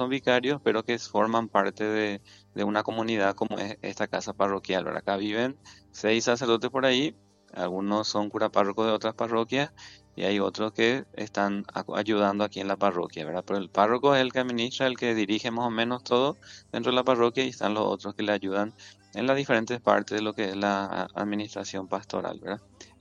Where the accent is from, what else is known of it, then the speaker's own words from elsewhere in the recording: Carmen del Paraná, Itapúa, Paraguay; moved away; Nosotros somos de Carmel, Paraná, Itapúa